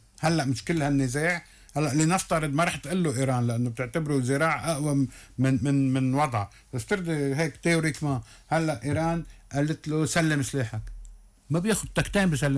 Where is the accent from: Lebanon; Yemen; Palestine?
Lebanon; أنا ماني مضطر كلبناني